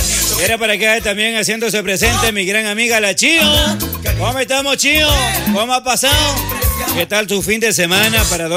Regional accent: Ecuador; now in Madrid, Spain; Así somos los ecuatorianos.

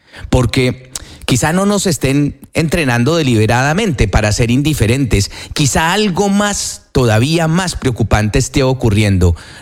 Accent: Colombia

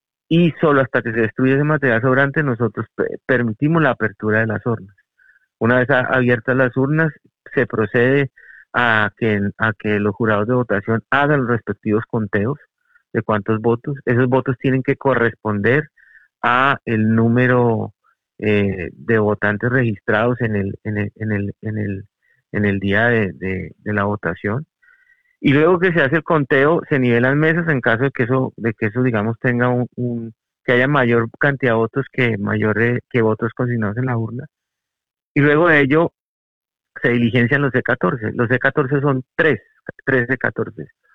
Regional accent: Colombia

